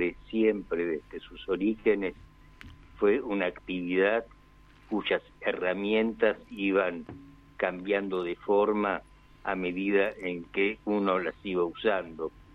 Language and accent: Spanish; Argentina; also born or lived in La Paz, Bolivia / Mexico; viví toda mi vida en Argentina, o sea, soy argentino. Y pero tengo la nacionalidad boliviana y tengo también un pasaporte austríaco. Y durante la dictadura viví en México.